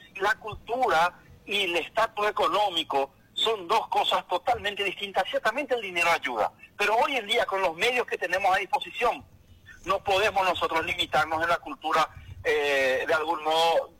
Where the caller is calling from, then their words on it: Paraguay; que tenemos que ir combatiendo los paraguayos.